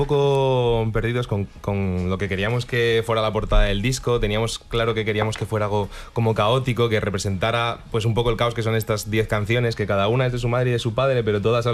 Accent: Ajofrín, Castilla-La Mancha, Spain; las sesiones de composición las hicimos en mi pueblo, en Ajofrín, que está en Toledo.

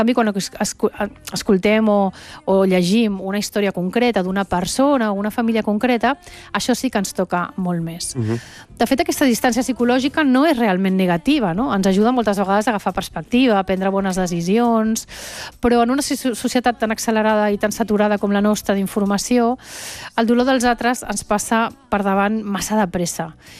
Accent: Venezuela; accent: Venezuelan; now in Barcelona, Spain; jo quan vaig arribar de Veneçuela, vaig venir directe de Veneçuela aquí a Barcelona, parlava un català amb accent veneçolà, perquè la meva mare sempre ens ha parlat català a casa, des de ben petits

